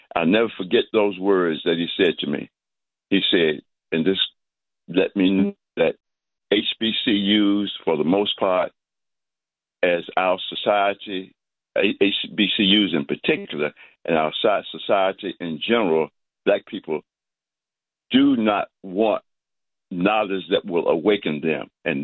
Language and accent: English; Durham, North Carolina, United States; also born or lived in Cincinnati, Ohio; So it was quite a time that I grew up in Durham, North Carolina, just a lot going on.